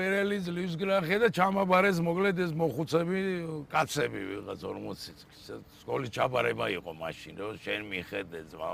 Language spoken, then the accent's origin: Georgian; Tbilisi, Georgia; born there